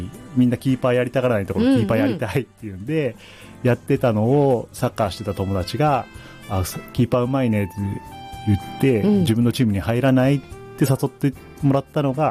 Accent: Maebashi, Gunma, Japan; moved away; あの前橋出身なんですけど、

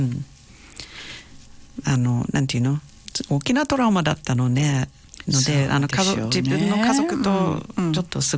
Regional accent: New Zealand; Japanese is a second language; now in Iwaki, Japan; 私の国では毎日送る迎えしないといけないんですよ。

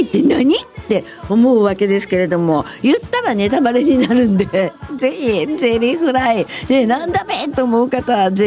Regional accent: Tokyo, Japan; born there; also born or lived in Niger; 私は東京生まれなのであまり農産物に詳しくなく、

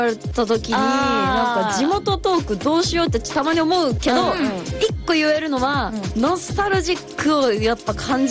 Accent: Bangkok, Thailand; also born or lived in Japan; そうで、まあバンコクにいたのが、まあ、0歳から1歳、と6歳から11歳、ま

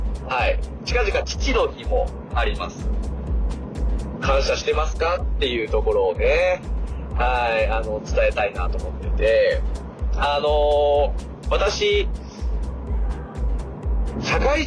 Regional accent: Hokkaido, Japan; まあ私十勝出身なので、筑紫幼稚園から、稲田小学校で南町中学校、そこから、コンサドーレ札幌のユースに行くということで親元を離れて、寮生活という形で

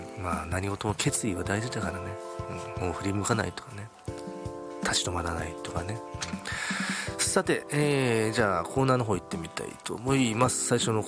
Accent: Saitama, Japan; 生まれも育ちも埼玉県の僕が実際に行ったお店や場所

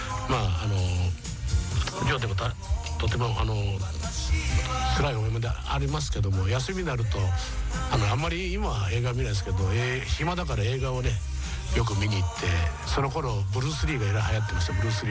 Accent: Mino, Gifu, Japan; はあの私のふるさと一緒で岐阜県美濃市のね

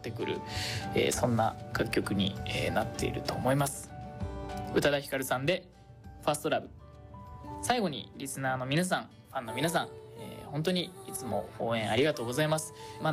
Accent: Shonan, Kanagawa, Japan; その湘南出身ですごく聞き慣れているっていうのももちろんあるんですが

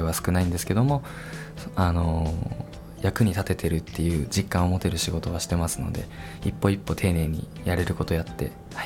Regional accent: Ibaraki, Japan; now in Chofu, Japan; 私は茨城県ですね。

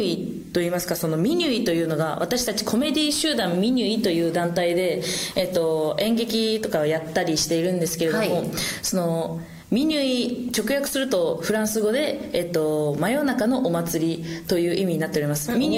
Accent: Fukuoka, Japan; moved away; 私は福岡県出身で。

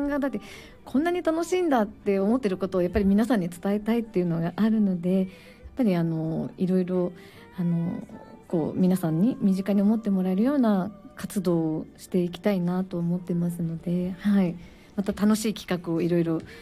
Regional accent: Zushi, Kanagawa, Japan; born there; 逗子文化プラザホールというところに地元のねホールがありまして、

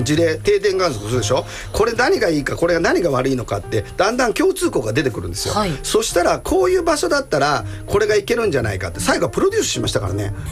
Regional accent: Osaka, Japan; 私は大阪で生まれ育って

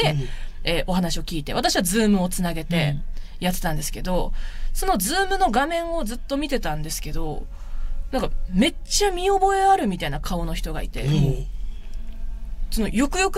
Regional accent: Hokkaido, Japan; 北海道から来ました、よろしくお願いしますって頭下げて

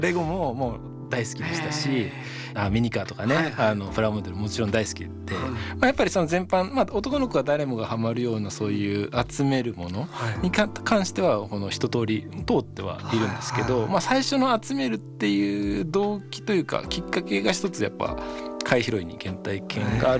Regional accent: Fujisawa, Kanagawa, Japan; で、僕神奈川県の藤沢市出身で、

